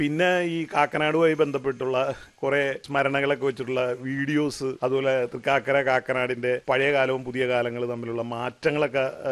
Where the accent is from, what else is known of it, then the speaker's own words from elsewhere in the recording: Kakkanad, Kerala, India; അന്ന് ഞങ്ങൾ കാക്കനാട് MHS സ്കൂളിലാണ് പഠിക്കുന്നത്. ഞാനിവിടെ NGO ക്വാർട്ടേഴ്സിലാണ് ഞാൻ ജനിച്ചു വളർന്നത്.